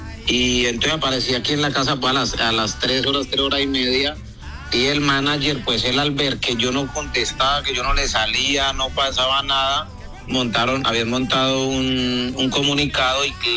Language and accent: Spanish; Huila, Colombia; el departamento del Huila, que es mi tierra